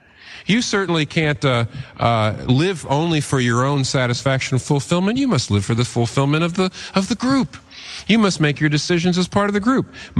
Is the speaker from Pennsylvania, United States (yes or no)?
yes; Pennsylvania, United States; I come from Pennsylvania. Pennsylvania is called the Keystone State.